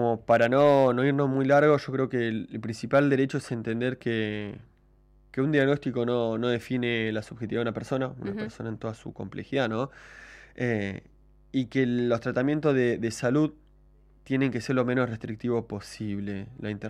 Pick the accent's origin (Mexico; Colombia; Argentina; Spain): Argentina; Río Gallegos, Santa Cruz; Yo me crié en Santa Cruz y en Río Gallegos particularmente